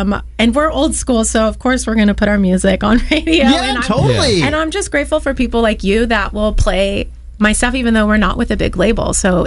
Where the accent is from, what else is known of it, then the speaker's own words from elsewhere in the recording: West Coast, United States; We're from the West Coast